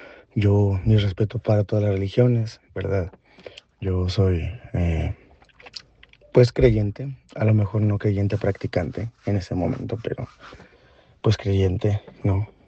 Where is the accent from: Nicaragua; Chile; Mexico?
Mexico; Fue algo muy curioso porque todo empezó en otro país. Yo soy de México, pero empezó en otro país.